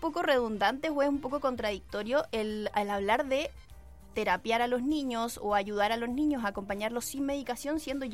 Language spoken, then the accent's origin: Spanish; Santiago, Santiago Metropolitan Region, Chile; moved away as an adult; now in Valparaíso Region, Chile; farmacéutica de profesión, estudié acá en la región, en la Universidad de Valparaíso. Soy oriunda de Santiago, pero nos vinimos, cuando entré a estudiar, nos vinimos a vivir a esta región